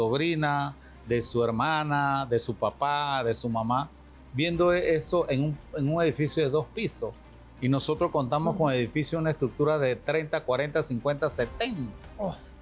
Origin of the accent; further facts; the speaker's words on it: Panama; ¿Qué hacemos nosotros como panameños?